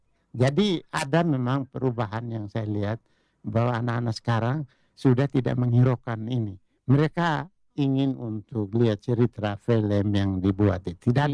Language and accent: Indonesian; East Nusa Tenggara, Indonesia; sehingga sikap perilaku kita sebagai orang Sabu terlihat di dalam diri